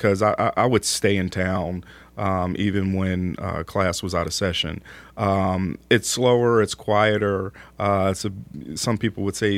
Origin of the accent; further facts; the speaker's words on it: Philadelphia, Pennsylvania, United States; now in Davis, United States; having grown up on the East Coast, where you have a lot of small towns, right? And right. So I grew up in Philadelphia, which is a big city, but all the surrounding towns are 5,000, 10,000 people